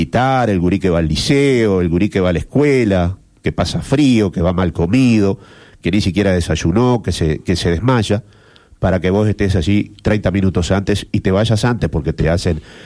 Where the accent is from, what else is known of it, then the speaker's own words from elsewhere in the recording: Spain; pero estoy contento porque soy español.